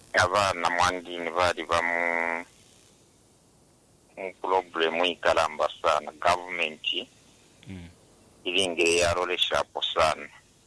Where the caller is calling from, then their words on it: Makeni, Lusaka Province, Zambia; is in Makeni, right now.